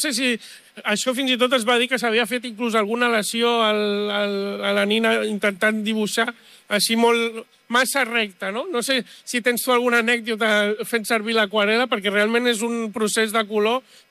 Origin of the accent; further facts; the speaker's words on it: Mataró, Catalonia, Spain; Nosaltres som de Mataró